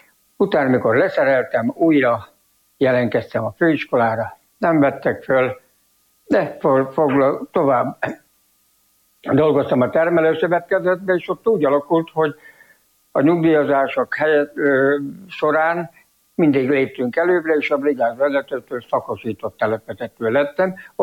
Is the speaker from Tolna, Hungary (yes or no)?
no; Törtel, Pest, Hungary; born or raised there